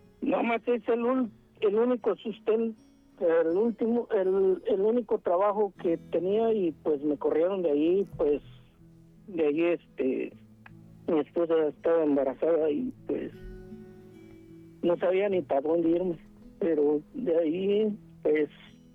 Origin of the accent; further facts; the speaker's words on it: Tula, Hidalgo, Mexico; Yo soy de Tula, de De Tula